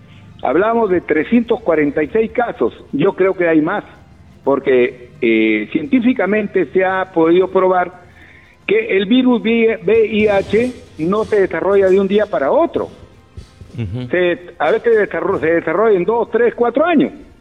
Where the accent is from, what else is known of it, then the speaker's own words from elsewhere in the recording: Olmos, Lambayeque, Peru; Mi pueblo, cada día está que se va al abismo.